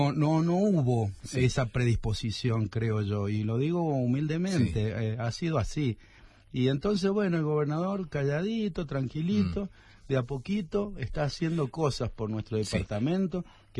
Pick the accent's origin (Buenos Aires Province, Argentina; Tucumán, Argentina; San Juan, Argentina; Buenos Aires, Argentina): San Juan, Argentina; Jáchal; todos los que somos de acá, de Hachal